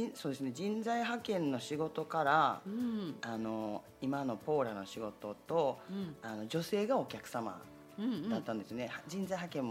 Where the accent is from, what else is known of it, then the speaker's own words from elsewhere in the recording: Kyoto, Japan; 京都はその京都市北区になります。